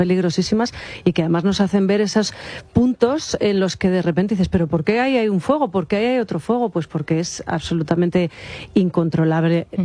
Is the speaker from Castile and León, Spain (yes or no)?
yes; Castile and León, Spain; Pues nos está quemando el Valle del Tietar. Pues, ¿qué quieres que te diga? Es que me emociono porque es mi tierra. Creo que no hay un sitio más bonito en el mundo